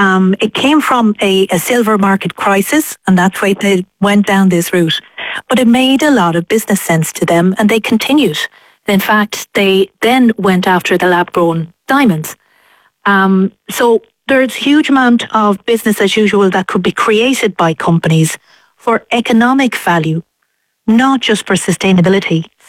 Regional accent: Ireland; when I was growing up in Ireland

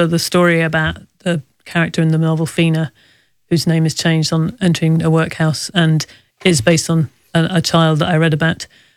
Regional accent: Ireland; accent: British; I know how bad it sounds in my very British accent to say, yes

